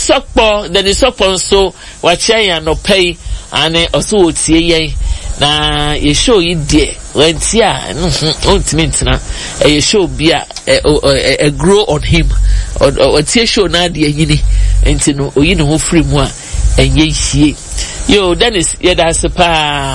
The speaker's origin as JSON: {"language": "English", "country": "Italy", "said": "I am watching you live from Modena. I'm from Italy."}